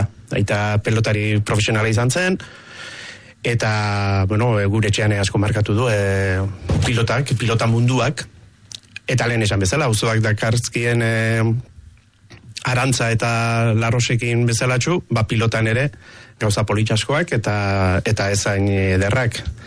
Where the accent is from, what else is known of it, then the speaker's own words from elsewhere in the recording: Urretxu, Basque Country, Spain; zelai aristi nire hortzareko frontoia da, uzoko frontoia da, frontoi irekia.